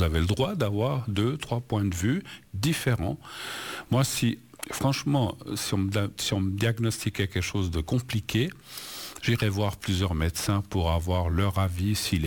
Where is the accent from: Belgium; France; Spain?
Spain; French is a second language; Alors, jusqu'à présent, de l'Espagne, de mon pays d'origine